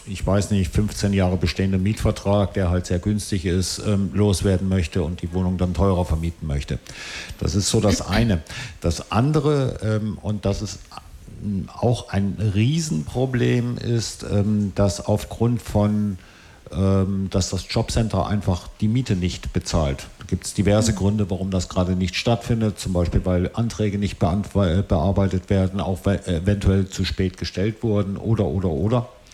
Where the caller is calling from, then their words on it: Bremen, Germany; Ich komme aus Bremen